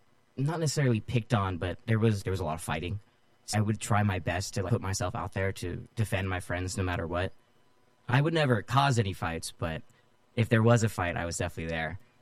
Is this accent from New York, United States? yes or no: no; Modesto, California, United States; also born or lived in Hayward, California / Keyes, California / Turlock, California; So I'm originally from Hayward, California, but I moved when I was probably about 3 or 4 years old to Keys, which is a city in between Ceres and Turlock. But then I only stayed there for a little bit till I moved to Modesto. So I've lived in Modesto for about 14 years.